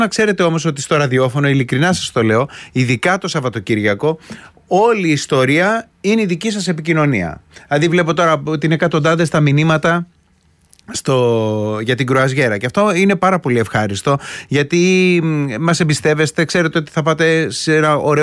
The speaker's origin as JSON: {"language": "Greek", "region": "Attica", "country": "Greece", "said": "εγώ είμαι και λίγο από τα Μεσόγεια"}